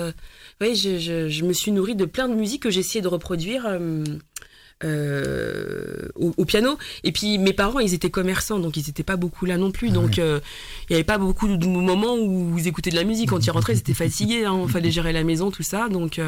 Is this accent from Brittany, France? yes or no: no; Paris, Île-de-France, France; born there; je suis née à Paris. Je suis née à Paris dans le 15e.